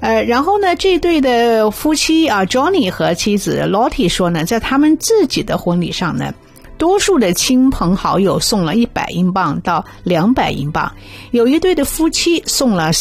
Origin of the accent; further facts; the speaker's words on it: China; 我们中国人呢去参加婚宴哈